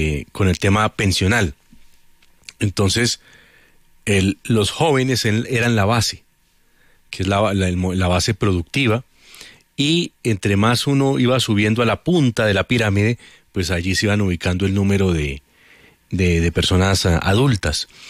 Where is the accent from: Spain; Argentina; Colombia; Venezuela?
Colombia